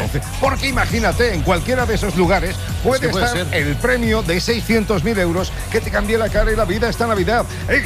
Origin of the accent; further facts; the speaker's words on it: Cádiz, Andalusia, Spain; Yo soy de Cádiz.